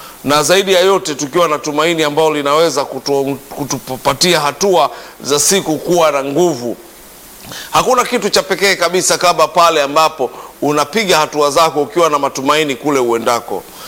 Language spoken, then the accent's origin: Swahili; Tanga Region, Tanzania; Mimi ni mwenyeji wa Tanga